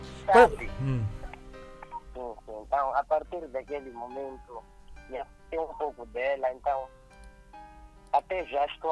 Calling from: Nampula, Mozambique; falo de Nampula.

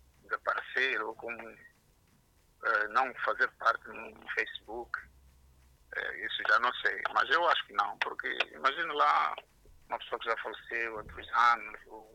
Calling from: Pemba, Cabo Delgado, Mozambique; Eu falo de Pemba.

